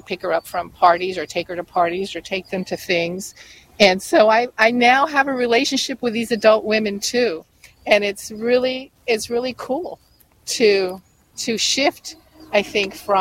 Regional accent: the South, United States; I grew up in the Bible Belt in the South. And so in many cases, we were the only Catholics

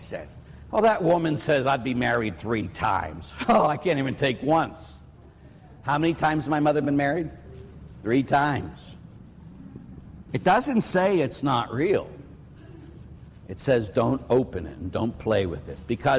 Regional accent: Pittsburgh, Pennsylvania, United States; And at Waldemere, because we're from Pittsburgh, we came up there.

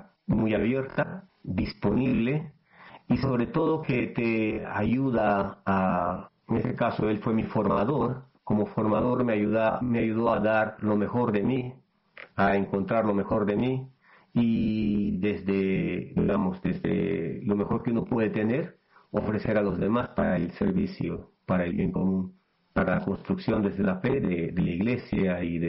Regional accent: Iquitos, Loreto, Peru; moved away; Soy de Iquitos, Perú

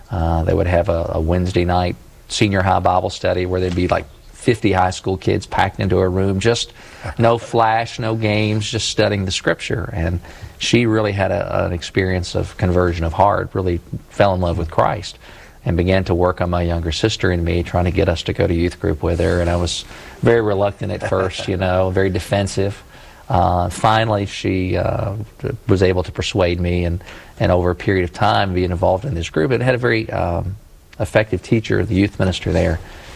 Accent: Lexington, United States; born or raised there

